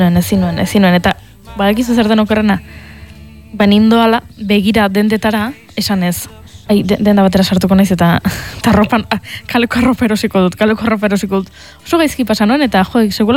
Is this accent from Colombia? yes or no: no; Tolosa, Basque Country, Spain; Eta ni Tolosarra naiz, mozorrotzea gustatzen zait